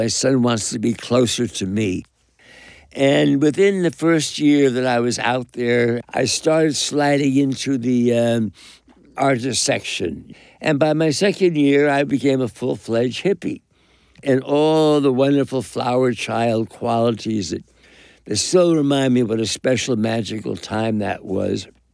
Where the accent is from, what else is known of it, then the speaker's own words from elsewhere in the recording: East Coast, United States; we were growing up on the East Coast with my mother